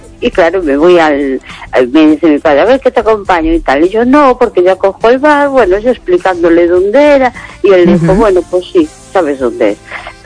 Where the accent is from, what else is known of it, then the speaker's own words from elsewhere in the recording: A Coruña, Galicia, Spain; yo soy de la Coruña, es decir, me considero coruñesa